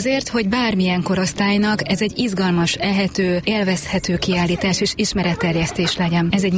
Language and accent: Hungarian; Miskolc, Borsod-Abaúj-Zemplén, Hungary; én miskolci vagyok